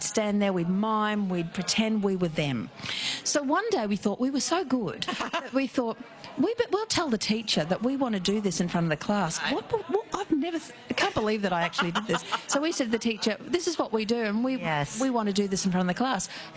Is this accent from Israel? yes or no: no; Brisbane, Queensland, Australia; I grew up in Brisbane.